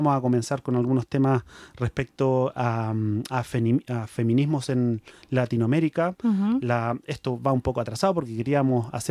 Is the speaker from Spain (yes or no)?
no; Chile; accent: Chilean; Vamos a ver si podemos neutralizar un poquito nuestro acento chileno.